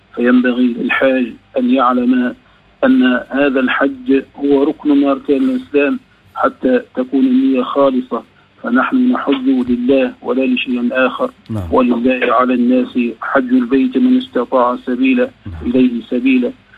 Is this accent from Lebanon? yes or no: no; Tunisia; بلدنا تونس،